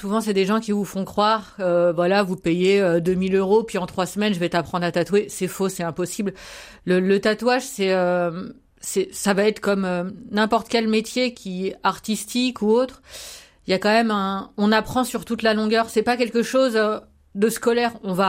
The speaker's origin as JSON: {"language": "French", "town": "Paris", "region": "Île-de-France", "country": "France", "moved": "as an adult", "lives_now": "Besançon, France", "said": "moi, je suis parisienne"}